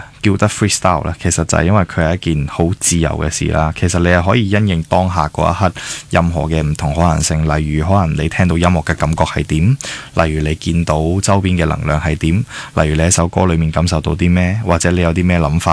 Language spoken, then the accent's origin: Cantonese; Hong Kong; 我們曾經在香港土生土長的20年